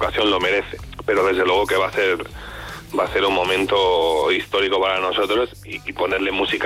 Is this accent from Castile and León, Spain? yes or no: yes; Tordesillas, Castile and León, Spain